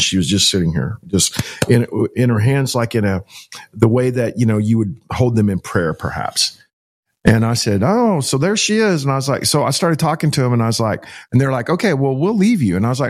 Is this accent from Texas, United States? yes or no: yes; Texas, United States; I'm from Texas. Where y'all from?